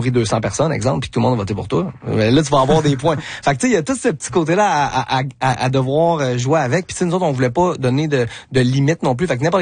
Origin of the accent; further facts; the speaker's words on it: Quebec, Canada; Puis là ben nous autres on est des gars de créativité, on est québécois, tu sais, fait qu'on aime bien être créatif